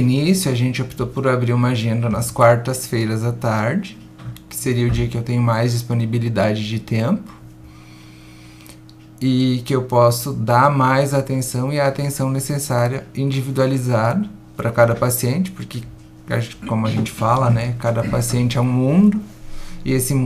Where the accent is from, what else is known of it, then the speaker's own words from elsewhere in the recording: David Canabarro, Rio Grande do Sul, Brazil; now in Vila Maria, Brazil; Minha família é natural de Itavicanabarro, assim como eu também sou. E fazem já 14 anos que eu estou um pouco distante, então agora que eu estou retornando às origens novamente.